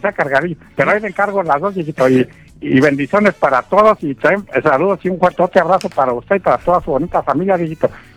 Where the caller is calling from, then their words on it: Juan Aldama, Mexico; para toda la gente bonita de aquí de Juan Lama que nos escucha